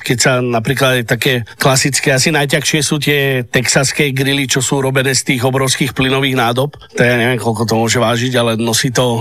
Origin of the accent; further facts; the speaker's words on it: Trenčín, Trenčín Region, Slovakia; moved away as an adult; also born or lived in Dominican Republic / Argentina / Uruguay / Tenerife; ten Trenčín, odkiaľ som, bude taká centrála, kde bývam